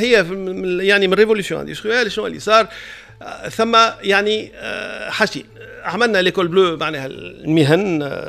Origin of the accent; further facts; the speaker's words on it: Tunisia; عندنا في تونس